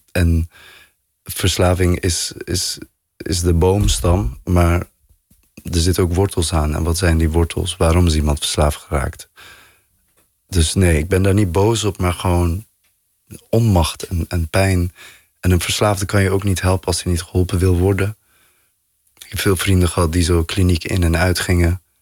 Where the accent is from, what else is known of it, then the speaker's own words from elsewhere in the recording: Bergen op Zoom, North Brabant, Netherlands; moved away; Maar ik heb een hele diepe liefde voor Bergen op Zoom. De plek waar ik ben opgegroeid.